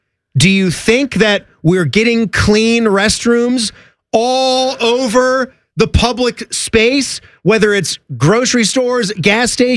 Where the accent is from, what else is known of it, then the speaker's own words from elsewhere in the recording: Virginia, United States; moved away as an adult; now in Ohio, United States; I grew up in Virginia.